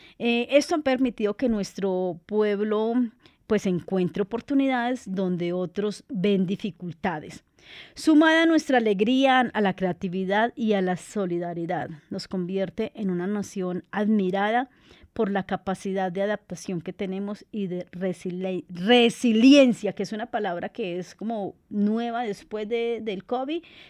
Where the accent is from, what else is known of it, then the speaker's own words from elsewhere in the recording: Colombia; todo nos identifica como colombianos